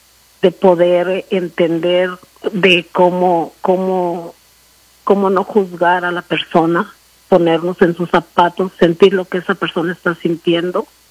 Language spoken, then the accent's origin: Spanish; Zacatecas, Mexico; born there; moved away as an adult; Bueno, yo soy una mujer mexicana. Nací en el estado de Zacatecas, en un pueblito pequeño. Soy madre de 4 hijos. Soy una inmigrante que vino a este país en el 96.